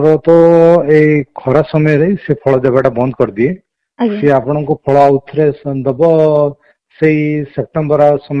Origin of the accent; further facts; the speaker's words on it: Jeypore, Odisha, India; ମୁଁ ଜୟପୁର ବାସିନ୍ଦା।